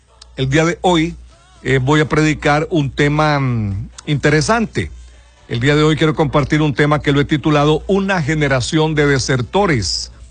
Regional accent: Tegucigalpa, Francisco Morazán, Honduras; born there; yo recuerdo el día que nací en el Hospital San Felipe de Tegucigalpa.

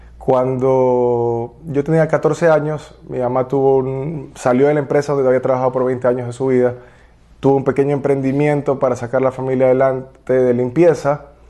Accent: Ecuador; soy ecuatoriano, tengo 34 años

